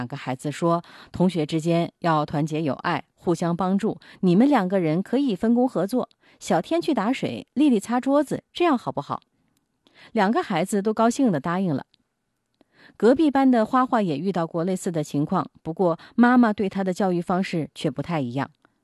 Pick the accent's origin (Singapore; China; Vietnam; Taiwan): China